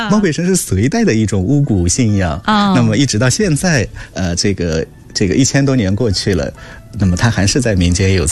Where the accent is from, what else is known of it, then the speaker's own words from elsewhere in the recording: Gansu, China; accent: Gansu dialect; 对，因为我是甘肃人，然后我妈那个骂我是用我们甘肃的方言骂我